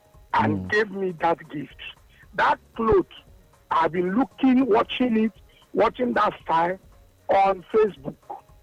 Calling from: Lagos, Nigeria; I'm calling from Lagos.

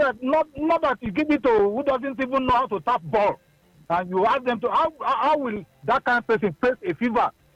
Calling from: Lagos, Nigeria; I'm calling from Ireland, from Victoria Island.

